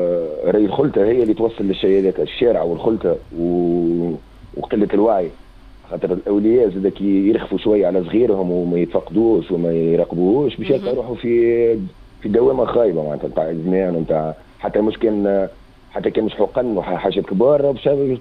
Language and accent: Arabic; Tunisia; نحن عندنا عقليه في تونس